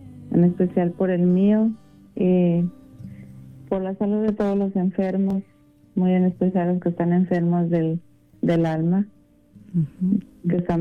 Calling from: Rialto, California, United States; Aquí en Rialto.

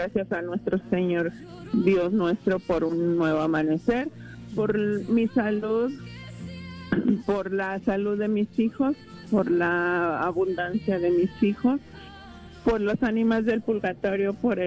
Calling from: Denver, Colorado, United States; de la 1340, Denver, Colorado.

